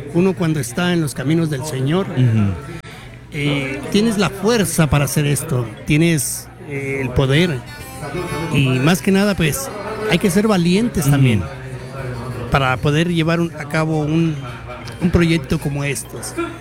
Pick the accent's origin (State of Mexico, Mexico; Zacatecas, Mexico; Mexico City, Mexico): Mexico City, Mexico; born there; moved away; Pues vengo de una familia pobre. Yo nací en la capital. Mi mamá y mi papá eran... mi mamá de Michoacán, mi papá también de Michoacán. Soy el hermano mayor que queda ahora.